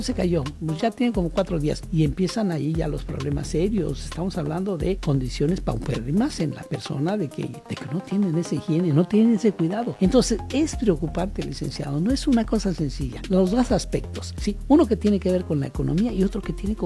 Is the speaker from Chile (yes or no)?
no; Mexico; somos mexicanos